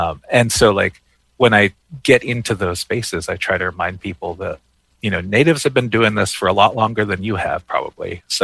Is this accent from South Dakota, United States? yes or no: yes; Rosebud, South Dakota, United States; now in Minneapolis, United States; I'm originally from the Upper Cupmeet community out in Rosebud, the Rosebud Reservation out in South Dakota. I've been living here on my Dakota cousin's land for 13 years here in Minneapolis